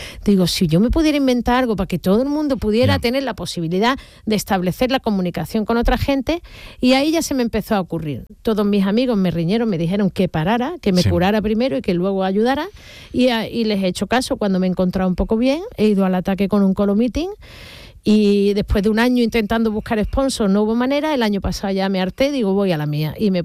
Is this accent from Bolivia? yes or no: no; Seville, Andalusia, Spain; Sí, yo soy sevillana, sevillana, sí, sí. Yo nací en la calle Miguel del Cid, ahí en San Lorenzo, sí, más o menos. Pero mis padres con 3 años se mudaron a San Diego, California, o sea que me he criado en la barriada de San Diego.